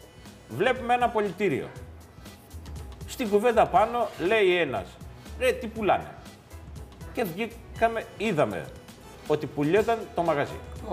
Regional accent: Lesbos, North Aegean, Greece; λαδοτήρι Μυτιλίνης από το χωριό μου.

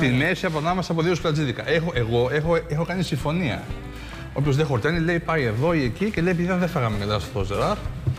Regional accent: Corfu, Ionian Islands, Greece; now in Dafni, Athens, Greece; βασικά πάντα έμεινα στη Δάφνη γιατί είμαι από την Κέρκυρα. Πόσο χρόνια είμαι στην Αθήνα, μένω εδώ.

